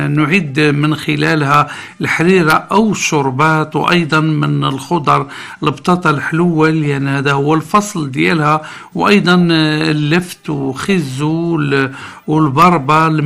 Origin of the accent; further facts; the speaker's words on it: Morocco; بلادنا المغرب